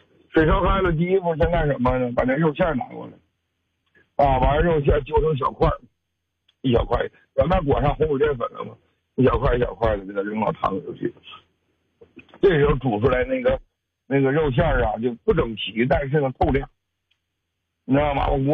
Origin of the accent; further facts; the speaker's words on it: Wafangdian, Liaoning, China; 你说我大连瓦房店，我家老家瓦房店的